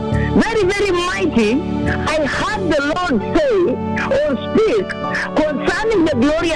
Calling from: Nambale, Busia County, Kenya; I am calling from Nambale region in Busia Central.

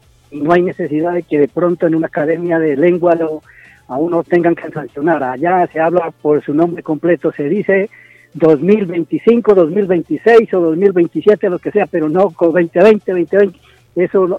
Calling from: Colombia; De por acá, de San Lorenzo, el niño del corregimiento del Carmen. Acá, pues, trabajando duramente, porque como somos bastante familia, somos 7 varones y 8 hembras

